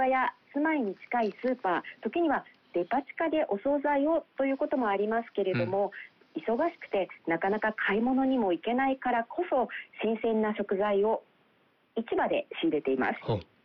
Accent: Hokkaido, Japan; 私たち北海道民

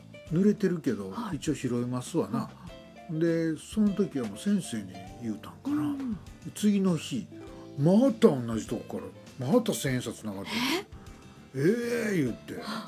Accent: Kyoto, Japan; そっから小4から引っ越して、はい、その道路が区の境やったんです。今度右京区になったから

